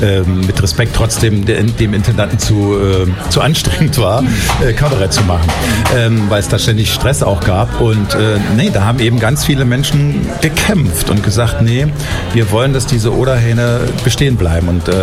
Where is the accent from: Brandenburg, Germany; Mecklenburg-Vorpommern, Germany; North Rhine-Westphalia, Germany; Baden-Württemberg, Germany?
Brandenburg, Germany; Frankfurt; Und wir sagen dann Frankfurt oder.